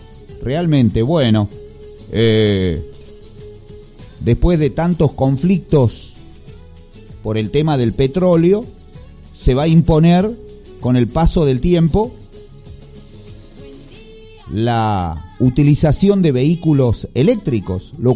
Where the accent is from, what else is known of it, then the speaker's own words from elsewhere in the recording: Argentina; así como nosotros tenemos nuestros argentinismos en nuestro idioma español